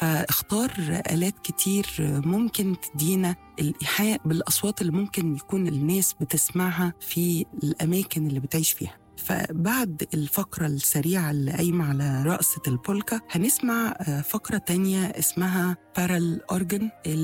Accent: Egypt; إحنا كمصريين

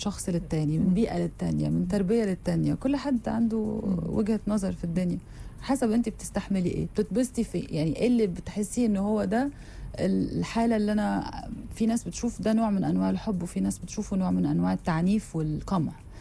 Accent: Lebanon; moved away as an adult; now in Egypt; لسه عندي الاكسنت يعني. لسه ببان ان انا لبنانيه جايه مصر

